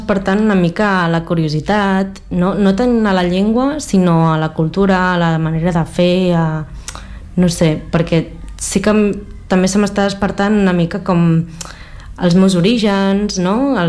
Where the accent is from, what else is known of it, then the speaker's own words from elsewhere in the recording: Changsha, Hunan, China; La diferència, sobretot, entre el meu poble d'origen, que és Changsha, i la capital de Beijing.